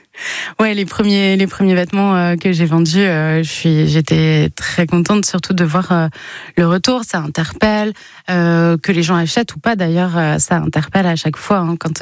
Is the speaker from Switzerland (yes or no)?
no; Strasbourg, Grand Est, France; now in Bayonne-Anglet-Biarritz, France; je viens de Strasbourg et chez moi on dit au bab pour dire oh punaise ou waouh c'est trop stylé.